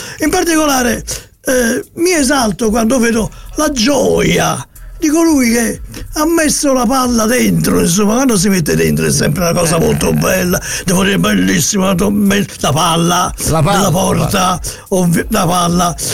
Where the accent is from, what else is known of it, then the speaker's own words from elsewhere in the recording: Naples, Campania, Italy; Ma io sono napoletano, posso via parlare a Fiorentina?